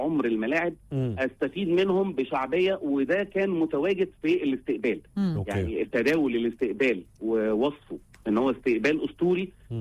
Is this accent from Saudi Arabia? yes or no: no; Egypt; احنا كشعب مصري